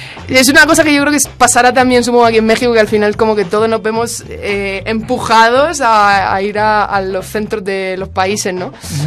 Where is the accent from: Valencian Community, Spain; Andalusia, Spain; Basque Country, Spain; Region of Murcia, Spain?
Region of Murcia, Spain; now in Madrid, Spain; Soy fiel defensora de mis raíces. Y siempre que... Yo, por ejemplo, no vivo ahora en Murcia, vivo en Madrid. Y como que siempre tengo mucho orgullo, ¿no? por el sitio del que vengo